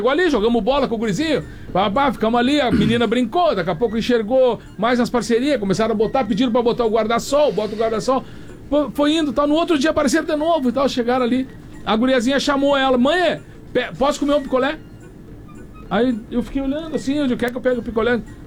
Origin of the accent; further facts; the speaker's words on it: Caxias do Sul, Rio Grande do Sul, Brazil; Fala, bebês … sou de Caxias do Sul, escuto vocês desde 2012, adoro todos vocês.